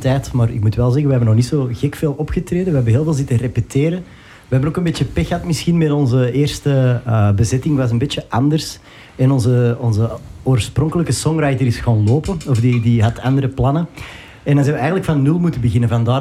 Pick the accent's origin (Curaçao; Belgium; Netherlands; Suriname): Belgium; Ekeren, Flanders; Ik ben van Ekeren, dus dat hoort erbij.